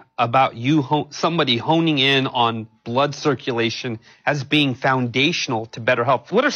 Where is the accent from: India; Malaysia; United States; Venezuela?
India; I'm Indian.